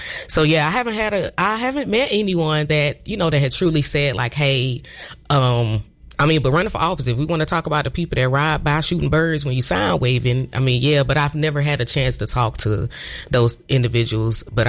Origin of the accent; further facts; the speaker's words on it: Augusta, Georgia, United States; now in Grovetown, United States; I grew up in South Augusta. So it's offensive because they're using it in an offensive term. But I also live in Grovetown now.